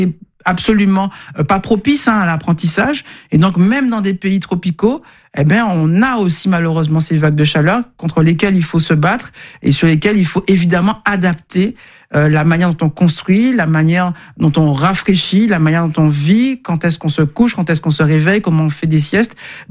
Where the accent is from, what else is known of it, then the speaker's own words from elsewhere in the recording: Guadeloupe; born there; Je suis née en Guadeloupe.